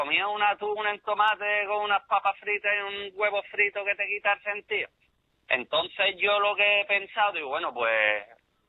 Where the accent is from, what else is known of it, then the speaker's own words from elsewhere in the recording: Cádiz, Andalusia, Spain; Cádiz, mi Cádiz, que yo soy de Cádiz